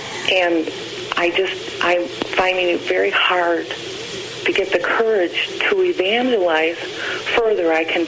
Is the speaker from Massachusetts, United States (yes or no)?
no; Alsip, Illinois, United States; I'm from Alsip, Illinois.